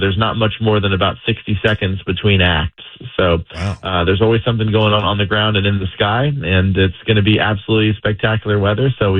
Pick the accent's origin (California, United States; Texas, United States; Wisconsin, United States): California, United States; Huntington Beach; my company's in Huntington Beach. I'm born and raised in Huntington.